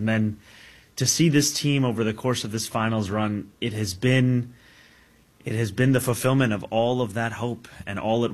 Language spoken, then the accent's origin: English; Uganda; born there; moved away; I was born in Uganda, in East Africa